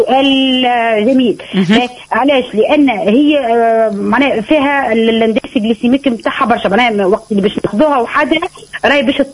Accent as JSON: {"language": "Arabic", "region": "southern Tunisia", "country": "Tunisia", "said": "احنا عندنا في الجنوب"}